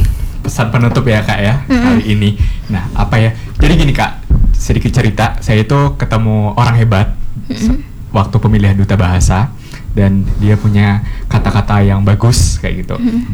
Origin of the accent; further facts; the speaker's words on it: Semayok Baru, Indonesia; untuk daerah saya di Desa Semayok Baru, Kecamatan Pemahan.